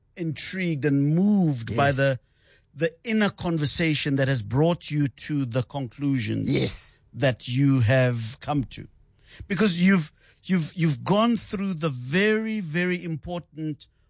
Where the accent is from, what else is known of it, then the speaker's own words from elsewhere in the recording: Pretoria, Gauteng, South Africa; Then we say, no, I'm from Pitori.